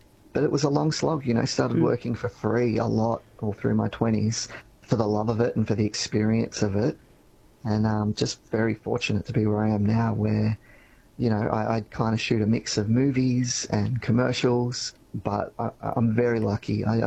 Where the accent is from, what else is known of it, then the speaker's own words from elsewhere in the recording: Cobram, Victoria, Australia; Like, I grew up in Cobram wanting to be an illustrator and a writer